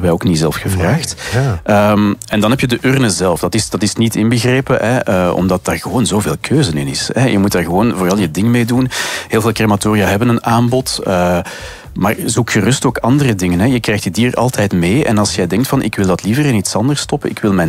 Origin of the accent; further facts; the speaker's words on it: Mechelen, Flanders, Belgium; Nu, wij zijn van Mechelen bijvoorbeeld.